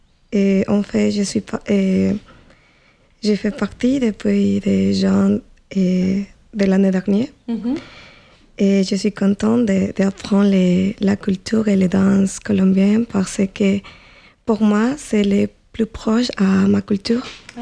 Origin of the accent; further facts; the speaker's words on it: Ecuador; je suis originaire de l'Équateur.